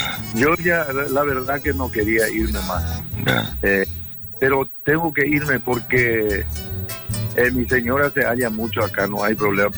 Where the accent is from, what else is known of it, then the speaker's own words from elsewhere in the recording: Paraguay; moved away; Taiwán, yo hace 40 años que salí de Paraguay. Estuve por Europa, después fuimos a Taiwán, nos quedamos 3 años por ahí y volvimos, viajamos por Arabia, volvimos otra vez a Suiza, y de Suiza volvimos acá en Paraguay